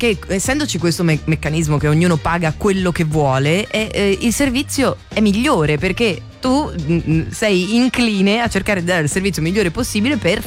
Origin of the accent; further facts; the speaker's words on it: Liguria, Italy; io da ligure